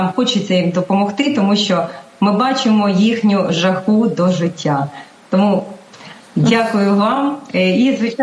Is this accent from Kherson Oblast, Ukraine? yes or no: yes; Kherson, Kherson Oblast, Ukraine; я пишаюсь тим, що я херсонка